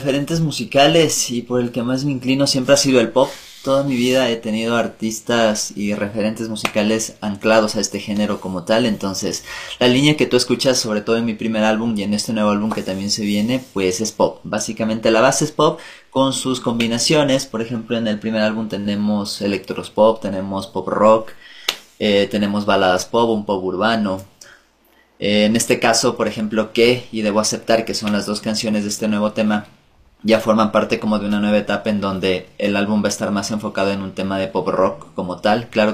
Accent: Quito, Pichincha, Ecuador; soy artista quiteño, artista, cantautor, compositor quiteño.

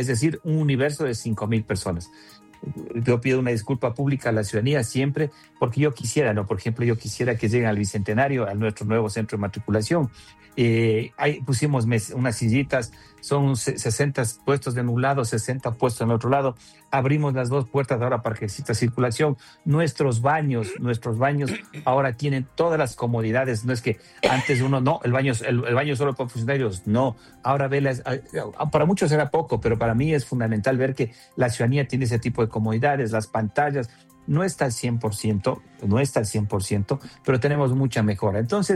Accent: Quito, Pichincha, Ecuador; es un reto para nosotros como quiteños

